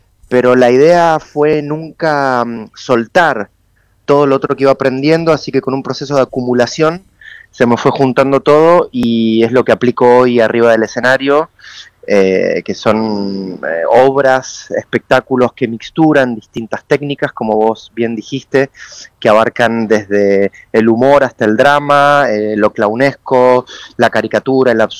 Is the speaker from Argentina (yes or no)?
yes; Mendoza, Argentina; soy mendocino